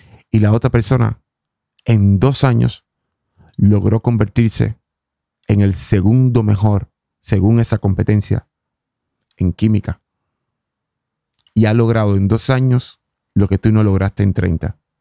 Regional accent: Colombian Pacific, Colombia; desde el Pacífico colombiano, de donde vengo yo.

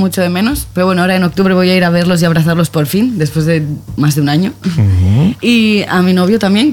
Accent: Bilbao, Basque Country, Spain

